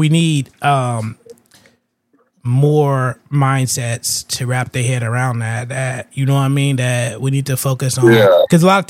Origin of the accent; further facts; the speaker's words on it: San Francisco, California, United States; I was born and raised in Fillmore. I was in Mount Zion Hospital. You know what I mean? I lived in Fillmore for 28 years.